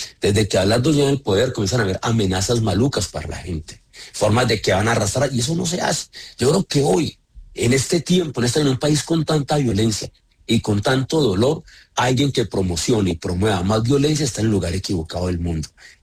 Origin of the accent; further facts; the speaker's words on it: Sevilla, Valle del Cauca, Colombia; born there; also born or lived in Cali; donde yo nací en Sevilla y viví hace 43 años en el distrito de Agua Blanca en Santiago de Cali.